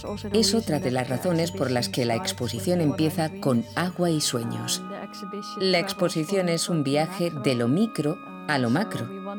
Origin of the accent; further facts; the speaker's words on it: Netherlands; Me crié en Bamel, que es un pueblecito de los Países Bajos, en una región muy bonita situada entre dos ríos. Y de niña me pasaba la vida al aire libre.